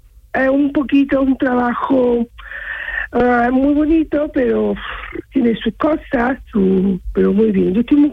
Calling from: Córdoba, Andalusia, Spain; yo soy de Córdoba capital.

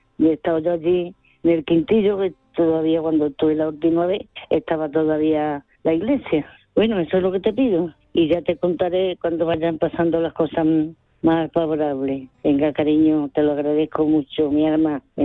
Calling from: Seville, Andalusia, Spain; Hola, mi alma. Mira … del Tiro de Línea.

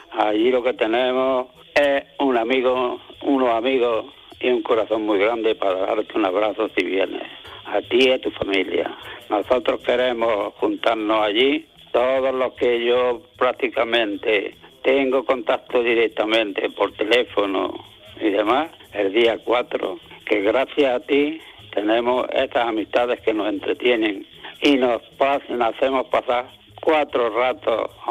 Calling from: Almuñécar, Andalusia, Spain; de Almuñécar, de la Peña El Aguacate.

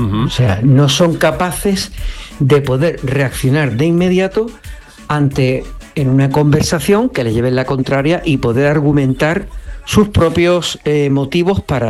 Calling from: Cádiz, Andalusia, Spain; de Cádiz.

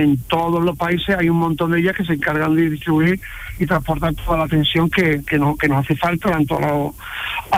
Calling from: Seville, Andalusia, Spain; Yo de Sevilla capital.

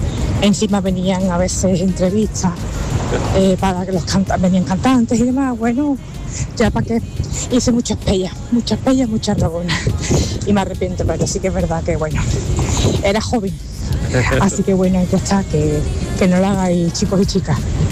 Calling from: Seville, Andalusia, Spain; Llamo de Sevilla.

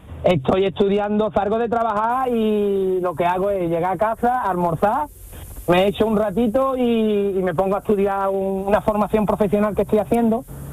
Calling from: Chiclana de la Frontera, Andalusia, Spain; yo ahora mismo estoy en Chiclana

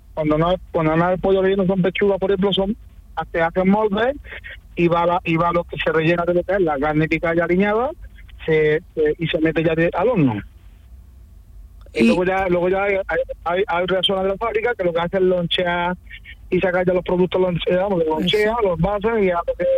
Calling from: Posadas, Andalusia, Spain; Yo soy de Posada.

